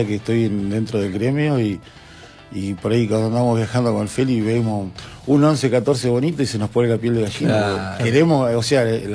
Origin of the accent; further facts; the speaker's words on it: Argentina; somos argentinos.